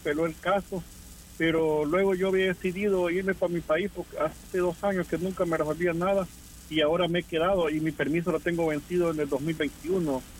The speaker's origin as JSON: {"language": "Spanish", "country": "El Salvador", "moved": "yes", "said": "pero que soy salvadoreño"}